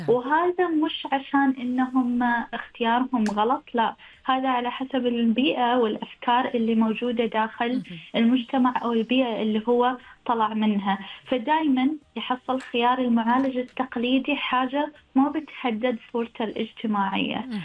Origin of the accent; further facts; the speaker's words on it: Oman; وإحنا كمجتمع عماني